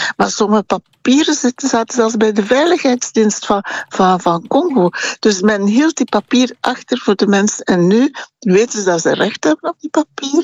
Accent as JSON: {"language": "Dutch", "country": "Rwanda", "said": "ik ben een metis uit Rwanda."}